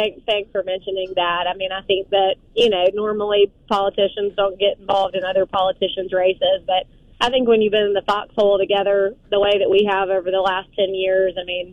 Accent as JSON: {"language": "English", "town": "Selma", "region": "Alabama", "country": "United States", "tie": "born or raised there", "said": "So I'm a eighth generation Dallas County girl, come from a long line of farmers. I grew up in Selma, so small town"}